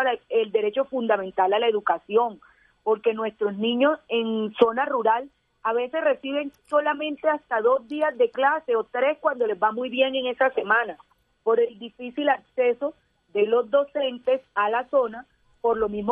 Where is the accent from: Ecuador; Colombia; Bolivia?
Colombia; Córdoba; soy costeña, igual que todos ustedes, del departamento de Córdoba